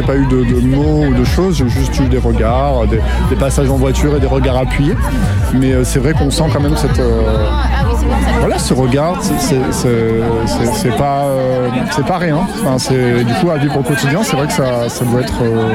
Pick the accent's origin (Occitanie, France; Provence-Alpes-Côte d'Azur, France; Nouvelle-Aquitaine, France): Nouvelle-Aquitaine, France; Chalais; Je viens de Chalais, en Dordogne, du coup.